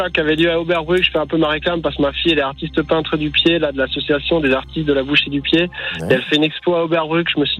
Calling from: Grand Est, France; j'habite à Gevelheim, exactement.

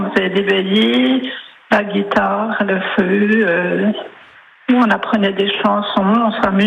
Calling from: Pierrefontaine-lès-Blamont, Bourgogne-Franche-Comté, France; de Pierrefontaine et Blamont.

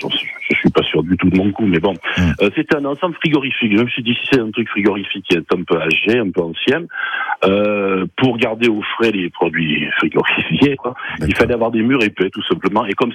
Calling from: Limoges, Nouvelle-Aquitaine, France; De Limoges.

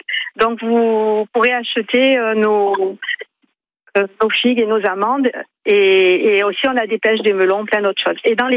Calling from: Salses-le-Château, Occitanie, France; Je suis agricultrice à Saltes-le-Château

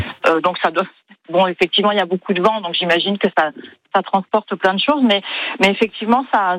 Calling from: Saint-Marsal, Occitanie, France; Moi j'habite à Saint-Marsal.

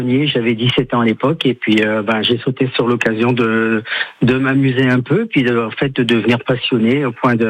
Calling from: Maubeuge, Hauts-de-France, France; je viens de Maubeuge

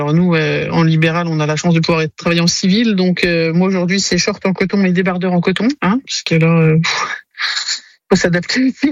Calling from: Montbard, Bourgogne-Franche-Comté, France; Montbard, je suis sur Montbard.

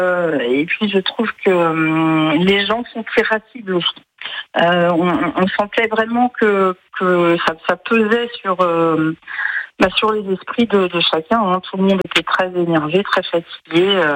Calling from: Nantes, Pays de la Loire, France; Nantes, enfin, Saint-Pierre-Blain

